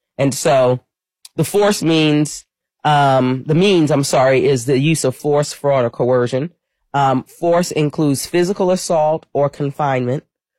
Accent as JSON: {"language": "English", "region": "New York", "country": "United States", "tie": "born or raised there"}